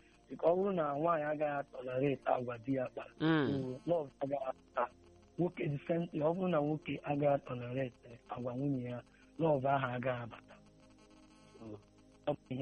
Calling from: Aba, Abia, Nigeria; I am calling from Aba.

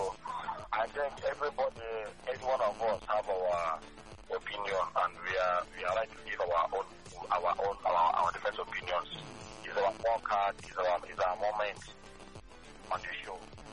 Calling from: Aba, Abia, Nigeria; Sorry, once again … I'm calling from Abba.

